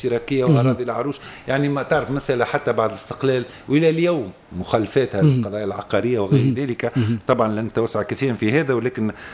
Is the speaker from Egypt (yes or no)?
no; southern Tunisia, Tunisia; أنا من الجنوب